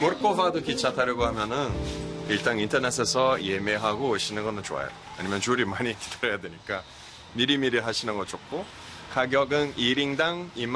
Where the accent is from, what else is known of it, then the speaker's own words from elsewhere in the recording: Brazil; Korean is a second language; moved away; 우리 고향 헤센시